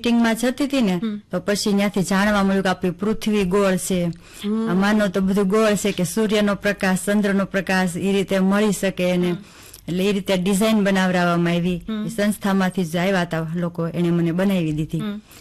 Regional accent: Halenda, Gujarat, India; moved away as an adult; now in Lilapur, India; આપણે રાજકોટ તાલુકાનું હલેન્ડા ગામ.

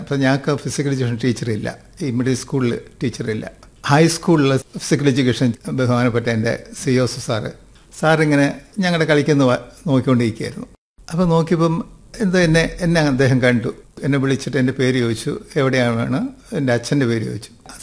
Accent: Pala, Kerala, India; ഞാൻ ജനിച്ചു വളർന്നത് പാലായിലാണ്. കായിക മേഖലയ്ക്കും കാർഷിക മേഖലയ്ക്കും ഏറ്റവും വലിയൊരു സംസ്കാരം ഉള്ള ഒരു പ്രദേശം കേരളത്തിലെ smallest university, I mean municipality ആയിരുന്നു, മീനച്ചിലാറിൻ്റെ കരയിൽ.

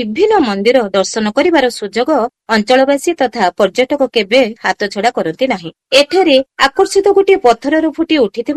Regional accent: Nandapur, Odisha, India; ମୁଁ ନନ୍ପୁରରେ ପ୍ରାୟତଃ 45 ବର୍ଷ ହେଲାଣି ଅଛି। ମୋର ଜନ୍ମସ୍ଥାନ ବି ଏଇଠି, ଆଉ ମୋର ଶାଶୁ ଘର ମଧ୍ୟ ଏଇ ନନ୍ପୁରରେ ହିଁ ଅଛି।

